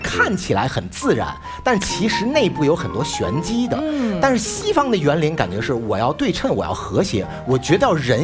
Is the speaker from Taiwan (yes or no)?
no; China; 我们中国人